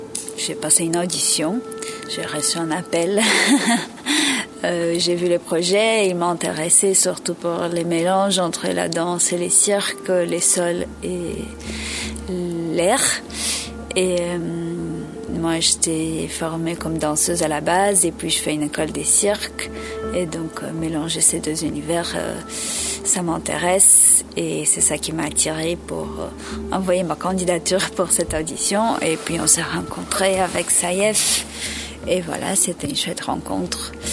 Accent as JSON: {"language": "French", "country": "Brazil", "moved": "yes", "lives_now": "Belgium", "said": "Je suis brésilienne. J'habite en Belgique."}